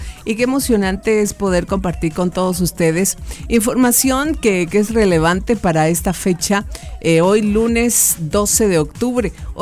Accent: Guatemala

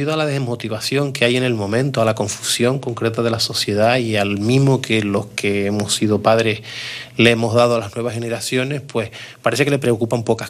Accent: La Palma, Canary Islands, Spain; born or raised there

